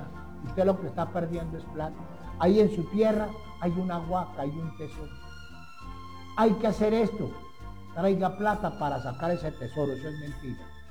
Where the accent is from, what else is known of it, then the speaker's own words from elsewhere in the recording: Aquitania, Boyacá, Colombia; yo soy de Aquitania